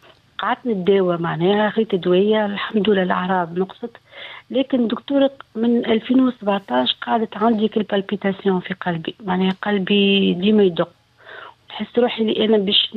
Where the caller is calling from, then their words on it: Tunis, Tunis Governorate, Tunisia; أنا … من تونس